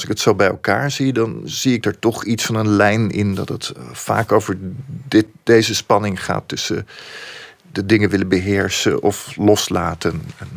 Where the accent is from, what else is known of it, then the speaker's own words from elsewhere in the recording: Leiden, South Holland, Netherlands; Ik groeide op in Leiden.